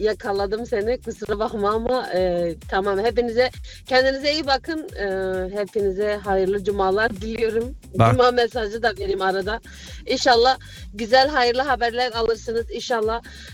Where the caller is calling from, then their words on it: Frankfurt, Hesse, Germany; ben Frankfurt'tan.